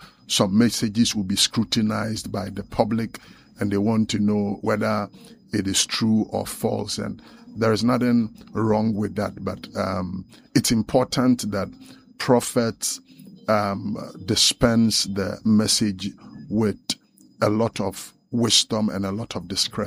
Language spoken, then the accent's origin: English; Cape Coast, Central Region, Ghana; Okay, so I was born right here in Cape Coast.